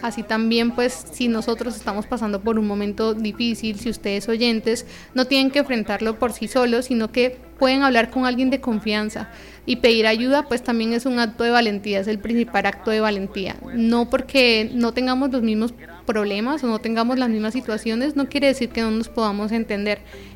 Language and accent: Spanish; Bogotá, Colombia